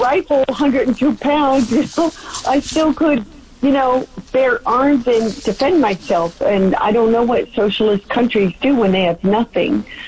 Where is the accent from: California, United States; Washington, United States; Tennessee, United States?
California, United States; San Diego; I'm from San Diego.